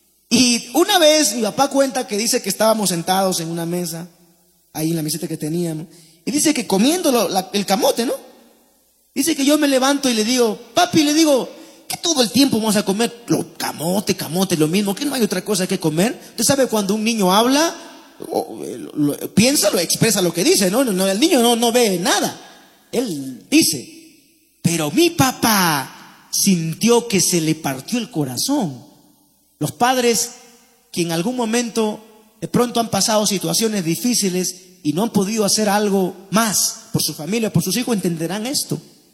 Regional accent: Paiján, La Libertad, Peru; en su pueblito nada más, en Paiján

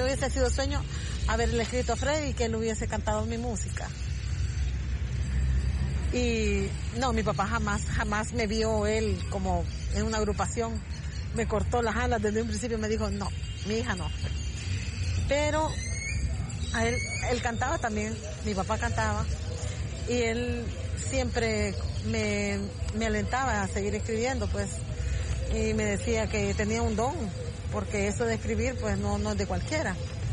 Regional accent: El Salvador; nosotros por lo menos seamos escuchados por ustedes y seamos reconocidos como el tesoro musical que somos, el tesoro salvadoreño.

